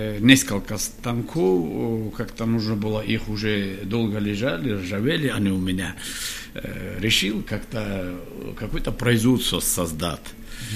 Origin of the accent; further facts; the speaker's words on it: Kharbuk, Dagestan, Russia; мехарбукцы, я родом из Харбука. Металл у нас как пластилин слушается в руках